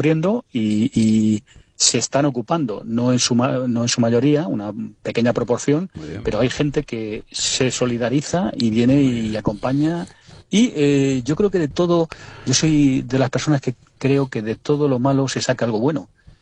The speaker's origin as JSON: {"language": "Spanish", "town": "El Barraco", "region": "Castile and León", "country": "Spain", "tie": "born or raised there", "said": "En mi pueblo es el Barraco. Mi pueblo es el Barraco, es el que tiene una mayor parte aquí en la reserva y es el que ha sufrido también unos daños importantes."}